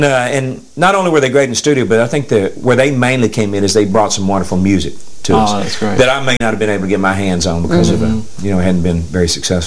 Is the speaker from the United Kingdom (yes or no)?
no; United States; how fortunate we were to be from the United States, to be raised in the United States